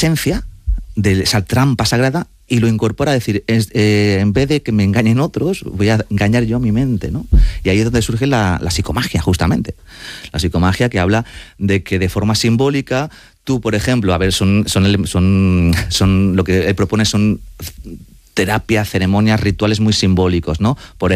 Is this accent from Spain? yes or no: yes; Community of Madrid, Spain; te he dicho ya que soy madrileño, sí.